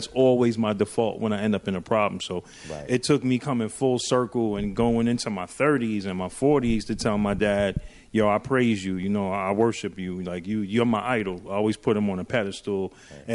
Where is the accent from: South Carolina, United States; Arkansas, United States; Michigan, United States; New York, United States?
New York, United States; New York City; also born or lived in Brooklyn, New York / Queens, New York; I'm originally from Harlem, right? Okay. So Harlem raised me, but Queens made me.